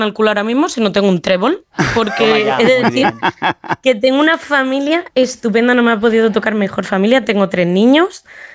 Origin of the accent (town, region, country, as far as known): Extremadura, Spain; accent: Madrid; also born or lived in Madrid; now in Ireland